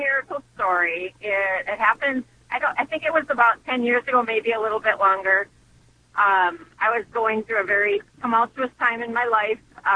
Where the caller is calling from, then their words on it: Iowa, United States; Can you hear me okay? I'm driving from Iowa.